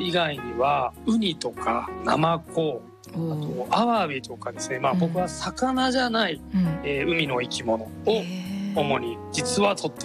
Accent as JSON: {"language": "Japanese", "town": "Asahikawa", "region": "Hokkaido", "country": "Japan", "tie": "born or raised there", "lives_now": "Rebun, Japan", "said": "でその時にちょっとこう昇進になった時に地元の旭川に帰るっていうよりも礼文島に帰りたいなと思いまして"}